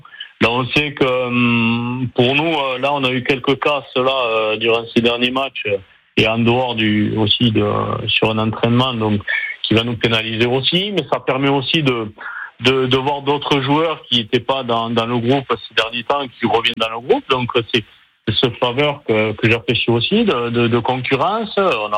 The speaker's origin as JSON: {"language": "French", "region": "Nouvelle-Aquitaine", "country": "France", "tie": "born or raised there", "said": "je suis originaire du Lot-et-Garonne"}